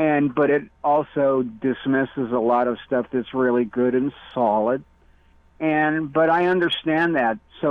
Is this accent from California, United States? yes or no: yes; Los Angeles, California, United States; I grew up in Los Angeles